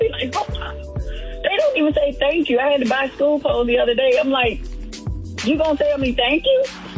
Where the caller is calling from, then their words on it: Georgia, United States; I am calling from Millerica, Georgia.